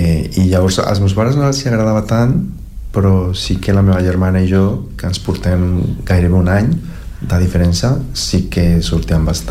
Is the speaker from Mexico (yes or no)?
yes; Mexico City, Mexico; Catalan is a second language; now in Catalonia, Spain; vaig néixer a la Ciutat de Mèxic i era un barri que estava molt a prop de l'aeroport